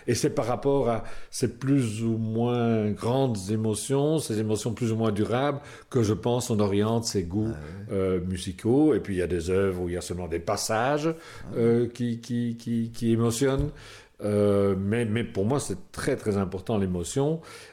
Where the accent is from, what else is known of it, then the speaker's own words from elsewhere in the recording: Flanders, Belgium; born there; now in Namur region, Belgium; Alors, je suis né en Flandre, mais dans une famille francophone, je dirais une famille aisée. Donc, j'ai fait une partie de mes études en néerlandais.